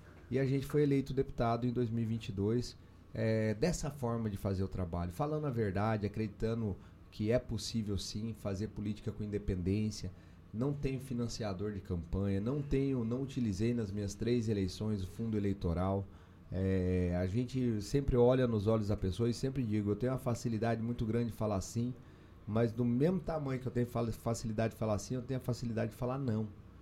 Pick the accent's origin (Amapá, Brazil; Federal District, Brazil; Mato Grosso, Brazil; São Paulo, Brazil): Mato Grosso, Brazil; como eu sou mato-grossense, tudo que eu tenho está aqui em Mato Grosso, meus dois filhos são mato-grossenses, minha esposa é lá de Colíder, nascida em Colíder.